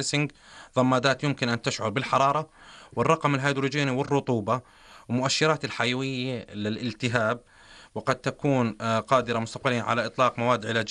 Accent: Jordan; الموجودة عندنا بالأردن

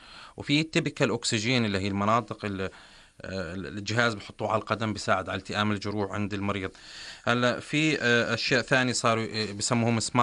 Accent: Jordan; الموجودة عندنا بالأردن

